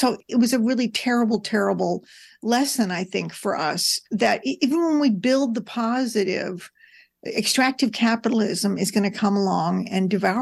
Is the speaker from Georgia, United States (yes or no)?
no; Columbia, Missouri, United States; moved away as an adult; I was born in Columbia and grew up there and stayed there really until my early 20s. But yeah, I love Columbia. It's a great town.